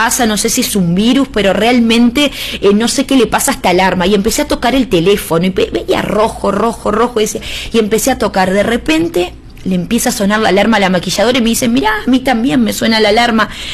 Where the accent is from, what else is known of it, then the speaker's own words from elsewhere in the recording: Uruguay; now in Venezuela; como uruguaya que soy